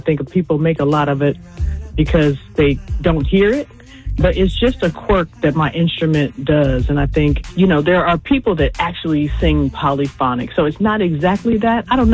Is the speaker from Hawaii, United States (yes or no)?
no; Chicago, Illinois, United States; Chicago, which is the city I grew up in and the city that raised me